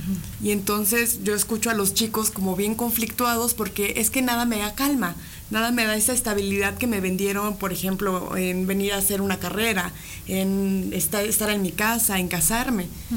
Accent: Mexico

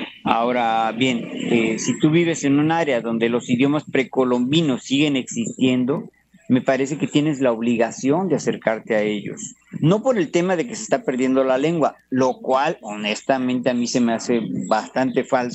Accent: Papantla, Veracruz, Mexico; born there; moved away; al estar de nuevo en Papantla, que es bueno donde yo nací, pues sentí la necesidad de aprender el idioma de una de las culturas pues de la que soy descendiente

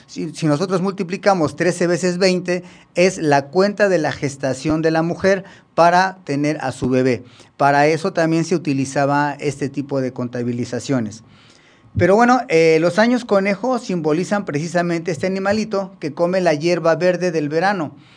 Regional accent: Mexico

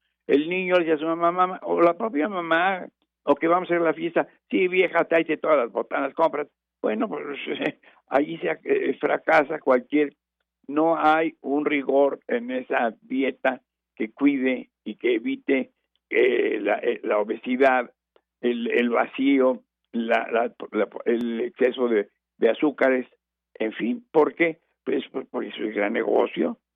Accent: Mexico; Somos los mexicanos

